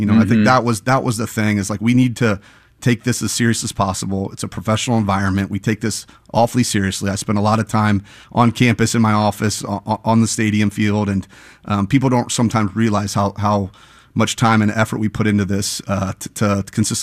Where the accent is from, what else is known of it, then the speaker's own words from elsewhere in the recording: Ohio, United States; now in Kansas City, United States; It's what I was born and raised in Ohio, so this is what I know. It's what I relate to, and so we love living in Kansas City.